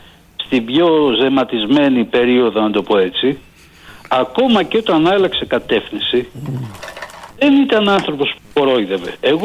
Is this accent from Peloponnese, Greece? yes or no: yes; Corinth, Peloponnese, Greece; εγώ έχω καταγωγή από την Κόρινθο και λέγανε Κορίνθη Πελοποννήση των Πελοποννησίων.